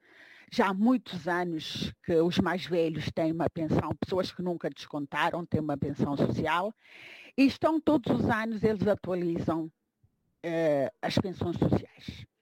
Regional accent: Cape Verde; muito melhor do que o meu país de origem, que é Cabo Verde

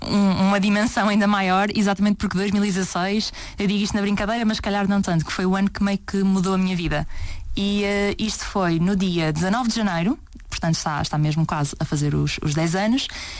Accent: Porto, Norte, Portugal; tenho 26 anos, sou do Porto

